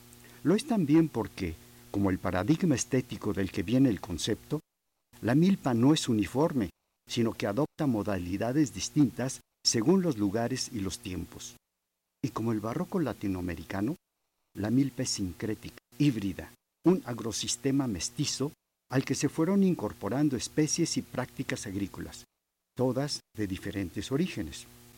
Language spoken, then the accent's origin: Spanish; Mexico; Digo milpa y también chinampa, porque soy mexicano